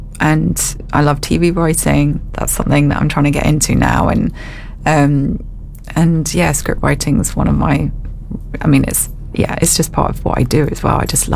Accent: England, United Kingdom; moved away; because I am English

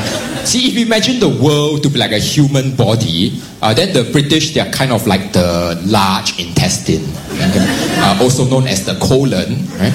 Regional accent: Singapore; I am from Singapore. And as you all can see, I am a Chinese guy with African lips.

